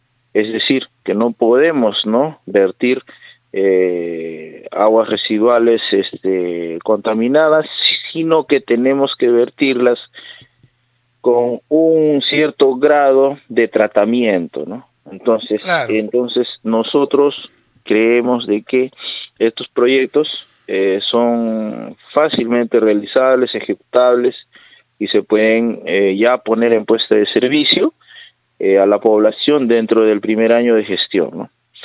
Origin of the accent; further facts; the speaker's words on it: Ite, Tacna, Peru; para todos los iteños y para todos mis paisanos